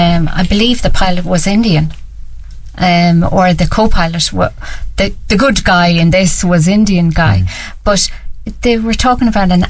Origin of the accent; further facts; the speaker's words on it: Ireland; And I'm so proud of Mary Robinson and the stand she's taken within the Elders organisation as an Irish woman.